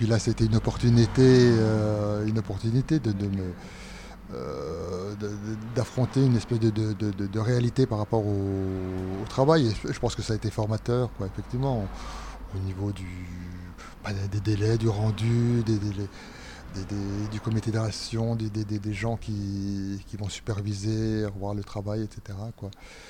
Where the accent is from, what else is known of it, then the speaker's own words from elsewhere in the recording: Besançon, Bourgogne-Franche-Comté, France; also born or lived in Lons-le-Saunier; Lens-le-Saunier, j'y suis juste né, quoi. Après, j'ai grandi à Besançon.